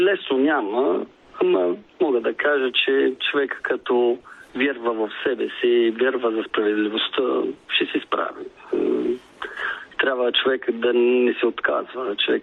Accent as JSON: {"language": "Bulgarian", "country": "Italy", "second_language": "Bulgarian", "moved": "yes", "lives_now": "Bulgaria", "said": "Аз съм италианец, ама в моето сърце е в България."}